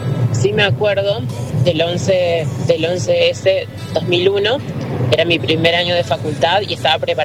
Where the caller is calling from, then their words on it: Entre Ríos, Argentina; yo estaba en ese momento viviendo en una pensión en Paraná, soy de Entre Ríos.